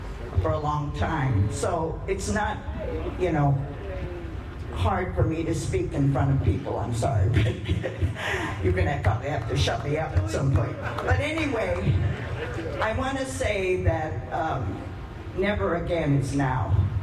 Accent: United States; It took me a long time. to kind of bring myself to terms with being Japanese American, what happened to me.

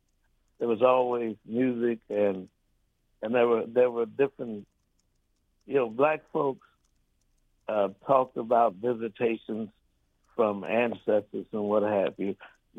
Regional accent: Cincinnati, Ohio, United States; also born or lived in Montgomery, Alabama; now in Washington, D.C., United States; I'm old enough, and I was born in Alabama, but I grew up in Cincinnati.

